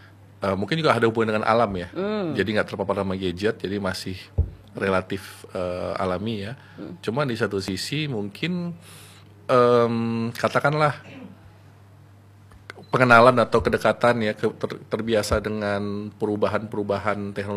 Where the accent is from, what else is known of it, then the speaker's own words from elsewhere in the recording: Medan, North Sumatra, Indonesia; moved away as an adult; now in Madura, Indonesia; Saya dari Medan.